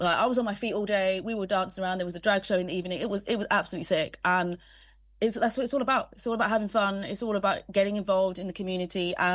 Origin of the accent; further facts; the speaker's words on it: Surrey, South East England, United Kingdom; growing up in Surrey as an LGBTQ plus person, there wasn't really much out there for me as a student.